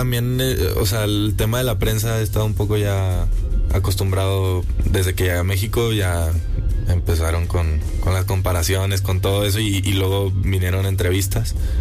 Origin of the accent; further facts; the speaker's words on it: Madrid, Community of Madrid, Spain; now in United States; Y sí, bueno, yo crecí en Madrid con mi mamá y ella me ponía mucho, me acuerdo … me ponía mucho rock.